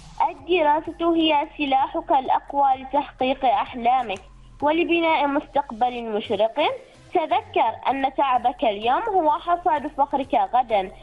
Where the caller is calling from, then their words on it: Saham, Al Batinah North, Oman; من ولاية صحم في محافظة شمالي الباطنة.